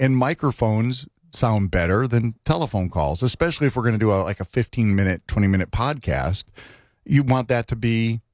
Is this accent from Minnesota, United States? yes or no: no; Connecticut, United States; moved away; my home state of Connecticut